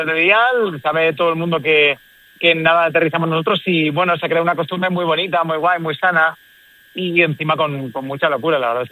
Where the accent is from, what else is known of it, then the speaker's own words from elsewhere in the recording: Valencia, Valencian Community, Spain; En Navidad me bajo a mi tierra, que es Valencia